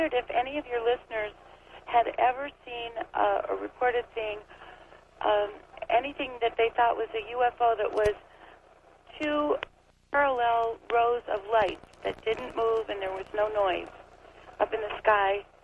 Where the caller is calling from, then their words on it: Agoura Hills, California, United States; Agoura Hills, California.